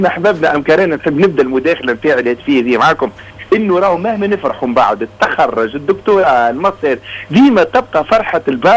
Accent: Tunisia; احنا مجتمع تونسي

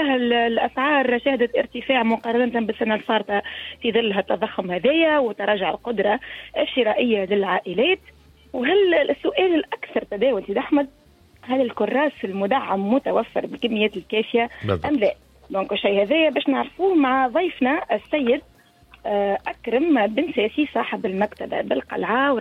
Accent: Kalaa Kebira, Sousse Governorate, Tunisia; احنا توا موجودين بقلعتنا الكبرى على عين المكان بإحدى المكاتب تحديدا بشارع 4 الجانفي

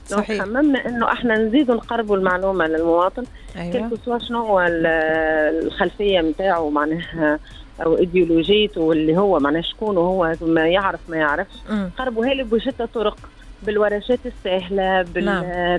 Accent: Djerba, Medenine, Tunisia; للحومة في جربة

